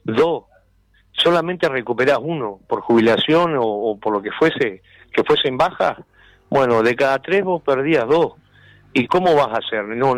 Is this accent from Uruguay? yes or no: yes; Florida, Uruguay; Yo soy de Florida